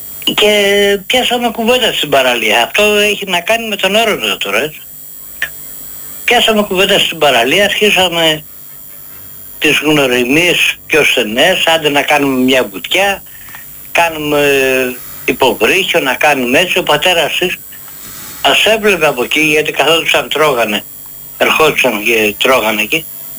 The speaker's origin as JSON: {"language": "Greek", "town": "Karditsa", "region": "Thessaly", "country": "Greece", "said": "Στον Οροπό έφυγα, πήγα στην Καρδίτσα, στο χωριό μου, στην Λίμνη Πλαστήρα."}